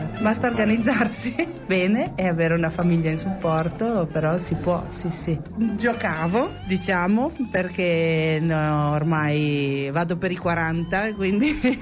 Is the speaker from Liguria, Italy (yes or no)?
yes; Liguria, Italy; moved away as an adult; also born or lived in Mantua; E poi mi sono trasferita a Mantova, perché io sono ligure, per ragioni di studio